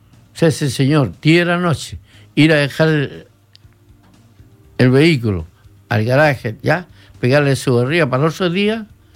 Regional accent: Iquique, Tarapacá, Chile; Yo vuelvo a recalcar, yo soy iquiqueño, amo mi ciudad.

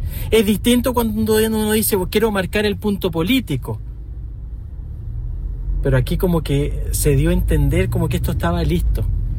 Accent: Tarapacá, Chile; yo soy de Tarapacá

